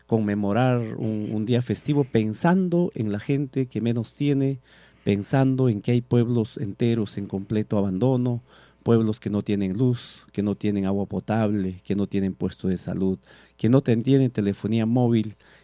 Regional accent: Peru

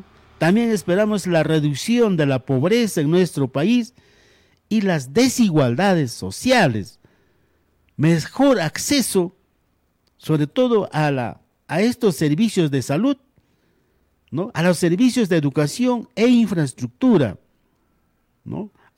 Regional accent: Coracora, Ayacucho, Peru; como peruanos, como coracoreños, ayacuchanos y parinacochet

